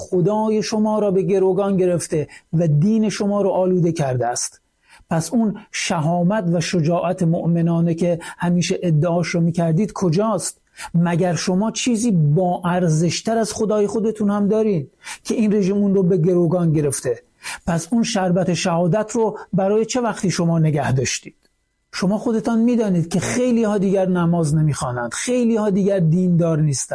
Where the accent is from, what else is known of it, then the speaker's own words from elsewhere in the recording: Iran; من نه به عنوان یک ایرانی زنده مذهب، بلکه به عنوان یک ایرانی سکولار